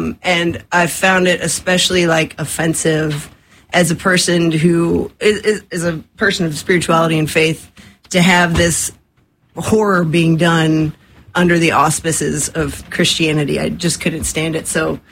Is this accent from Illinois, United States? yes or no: no; Virginia, United States; moved away; I grew up in Southwest Virginia, right in the Blue Ridge Mountains near the Tennessee border.